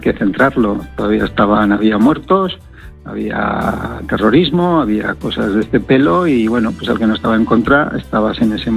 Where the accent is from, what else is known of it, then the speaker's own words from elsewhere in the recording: Artozki, Navarre, Spain; born there; moved away as an adult; now in Nagore, Spain; desde el 2003 que nos tuvimos que ir de Artozki